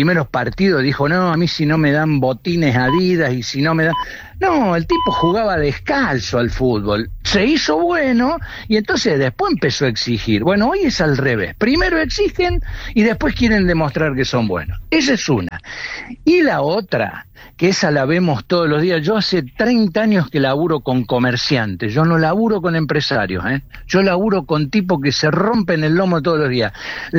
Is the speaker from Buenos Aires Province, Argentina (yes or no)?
no; Córdoba, Argentina; Soy cordobés, soy sarcástico.